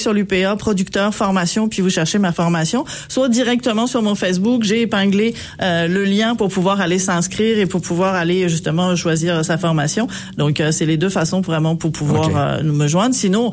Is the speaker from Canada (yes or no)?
no; France